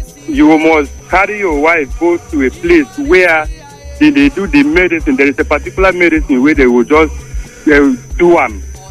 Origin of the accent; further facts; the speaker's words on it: Benue, Nigeria; I'm from Benue State.